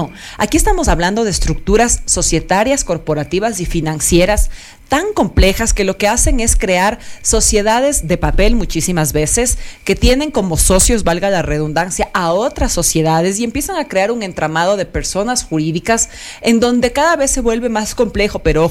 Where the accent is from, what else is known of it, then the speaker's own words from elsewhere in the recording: Ecuador; nosotros como ecuatorianos